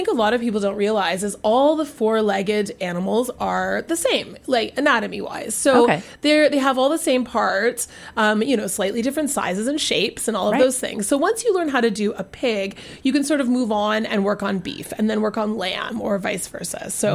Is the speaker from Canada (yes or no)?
yes; Hamilton, Ontario, Canada; also born or lived in Grimsby, Ontario / Toronto; I was moving out of the city, and I grew up in farming. So I grew up in Grimsby and Hamilton, and I worked on local farms.